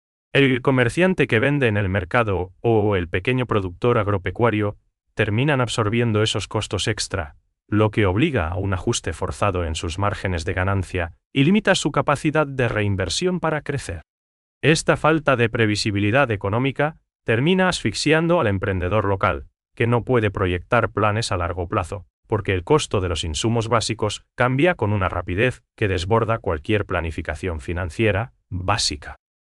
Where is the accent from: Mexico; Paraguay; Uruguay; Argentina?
Paraguay